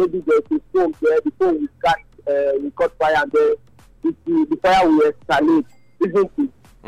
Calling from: Papua New Guinea; I'm calling from New Guinea.

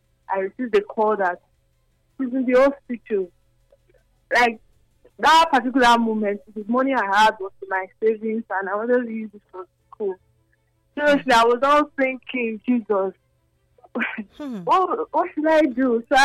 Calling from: Benin City, Edo, Nigeria; I'm calling from Benin.

